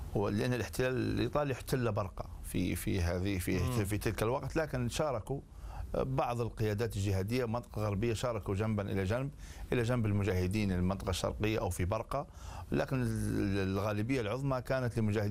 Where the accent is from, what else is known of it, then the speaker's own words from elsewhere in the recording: Libya; التي نحن كليبيين نعتبرها انتصرت حقيقة